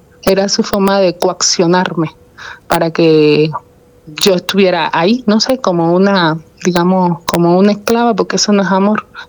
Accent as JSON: {"language": "Spanish", "country": "Cuba", "moved": "yes", "said": "Yo soy de origen cubano."}